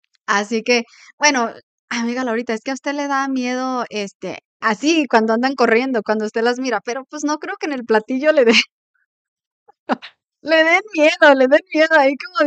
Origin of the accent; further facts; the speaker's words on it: Chihuahua, Mexico; now in United States; yo soy del estado de Chihuahua, ¿verdad? Y en allá, en mi tierra, pues no se usa.